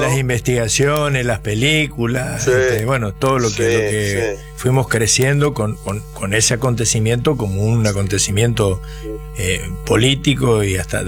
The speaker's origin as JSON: {"language": "Spanish", "country": "Argentina", "said": "todos los argentinos somos ministro de Economía y director técnico de la selección nacional."}